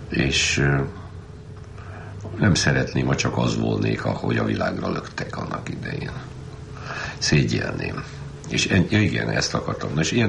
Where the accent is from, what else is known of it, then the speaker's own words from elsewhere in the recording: Hungary; magyar vagyok, zsidó vagyok, nagyon jó megférnek nálam ezek. Férfi vagyok